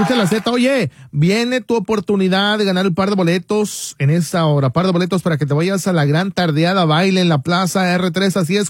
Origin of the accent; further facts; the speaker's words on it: Morelia, Michoacán, Mexico; Yo no soy de Manuel Doblado, yo soy de Morelia, Michoacán. A mucha honra